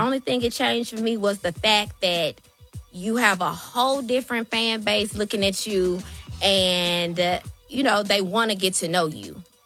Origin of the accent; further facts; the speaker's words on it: Memphis, Tennessee, United States; Yeah, and then I'm from Memphis. Like, we're like, you know, no nonsense.